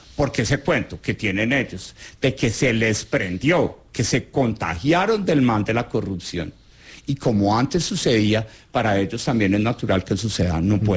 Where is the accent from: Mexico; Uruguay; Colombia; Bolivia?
Colombia; a entender que como colombianos siempre hemos sido capaces de, en la incomodidad, construir algo que nos haga salir adelante.